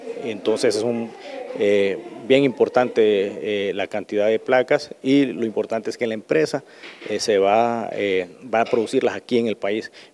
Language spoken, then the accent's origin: Spanish; Honduras